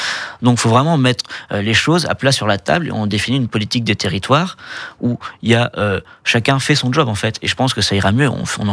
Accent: France; en tant que Français

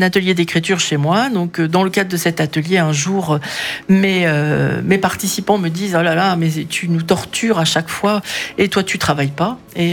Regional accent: Brittany, France; je suis présente sur plein de salons, notamment au Finistère, puisque je suis des Monts d'Arrée

